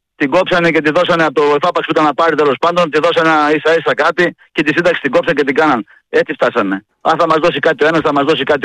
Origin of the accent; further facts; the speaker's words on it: Katerini, Central Macedonia, Greece; Κατερινιώτης του Ζάγια μου, έχω δρόμο στην Κατερίνα. Η πόλη της Λακούβας, αδερφέ. Άκου να δεις σκηνικό στην πόλη μου